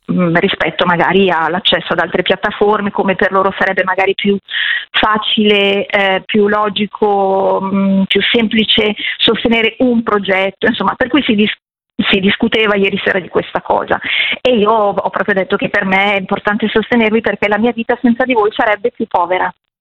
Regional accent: Milan, Lombardy, Italy; Pur essendo milanese, sì.

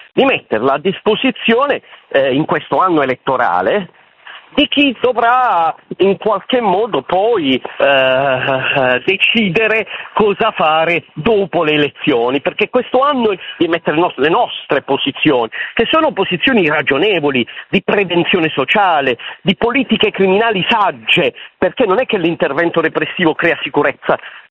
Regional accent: Bari, Apulia, Italy; moved away; Io non vengo da Stoccolma né da Helsinki, ma vengo da Bari. Quindi vengo da Bari, ho 60 anni e ho fatto la mia prima parte della vita a Bari

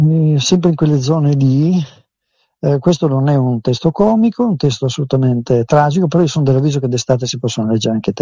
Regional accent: Trieste, Friuli-Venezia Giulia, Italy; born there; moved away; Era il 1962, io abitavo in un albergo provvisoriamente che era proprio sulla piazza dell'Unità di Trieste

